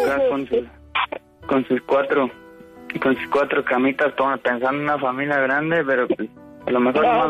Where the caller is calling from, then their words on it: Michoacán, Mexico; yo soy de Michoacán, mi padre es de Guanajuato, pero está ahí bien, muy cerquita, está como la frontera de Michoacán y Guanajuato.